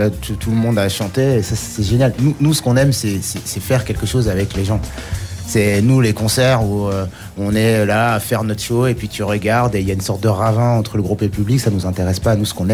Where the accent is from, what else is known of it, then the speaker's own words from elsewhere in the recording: Brussels, Brussels-Capital Region, Belgium; born there; moved away; also born or lived in north of France; moi, je suis né à Bruxelles, j'ai vécu beaucoup